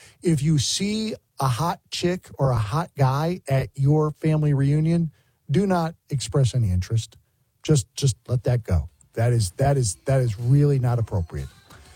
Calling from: South Carolina, United States; I'm talking from South Carolina, so I don't know.

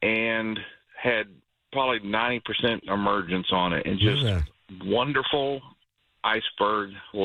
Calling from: College Station, Texas, United States; From Aggieland.

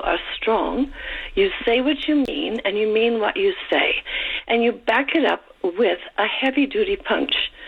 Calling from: Niagara-on-the-Lake, Ontario, Canada; And I'm not in Niagara Falls. I'm Niagara-on-the-Lake.

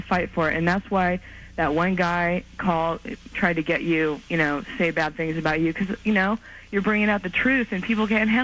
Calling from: California, United States; I'm calling from California.

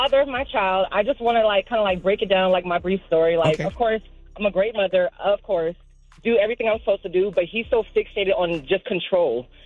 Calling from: Los Angeles, California, United States; I'm calling from Los Angeles, Eastside.

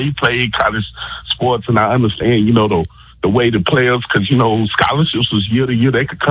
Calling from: Tennessee, United States

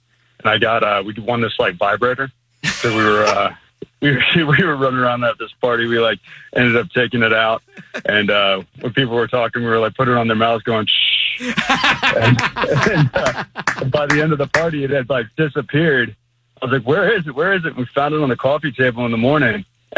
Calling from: Frederick, Maryland, United States; I'm from Frederick, Maryland.

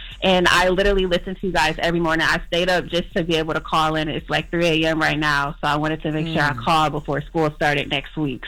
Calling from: California, United States; I'm calling from California. I just graduated from Howard University.

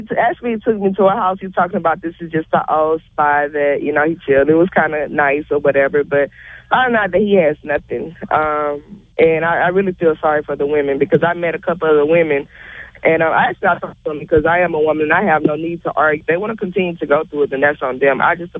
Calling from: Long Beach, California, United States; I'm calling from Long Beach.

